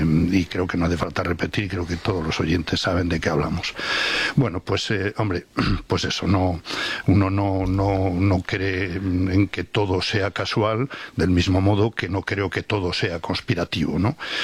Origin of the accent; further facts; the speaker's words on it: León, Castile and León, Spain; Soy de León.